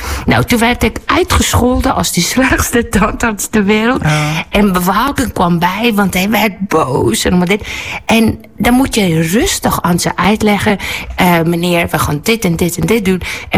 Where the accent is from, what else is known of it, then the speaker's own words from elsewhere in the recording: South Africa; Maar ik kom natuurlijk uit Zuid-Afrika.